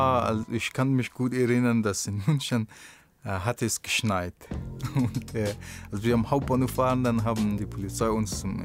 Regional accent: Afghanistan; moved away as an adult; now in Germany; ich bin 27 Jahre alt. Ich bin aus Afghanistan vor 9 Jahren nach Deutschland gekommen.

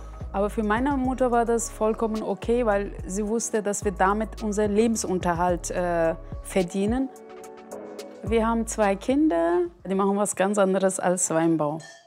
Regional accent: Trabzon, Trabzon Province, Turkey; moved away as an adult; now in Lorch, Germany; Und da habe ich gedacht, ich will einfach ein Hamsi machen aus meiner Heimat.

